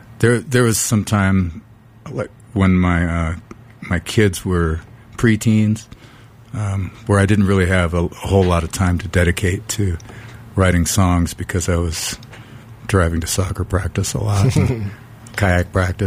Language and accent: English; Great Falls, Montana, United States; I grew up in Montana, out on the plains outside of Great Falls. And my dad bought a house it was about a mile from the Missouri River. And it felt really secluded out there.